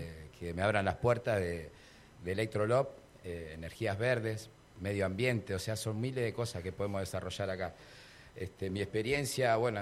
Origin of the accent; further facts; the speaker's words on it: Cinco Saltos, Río Negro, Argentina; born there; moved away; nací acá en Cinco Saltos, me fui 30 años... un poco de experiencia, ir a otros lugares, volver a mi ciudad ahora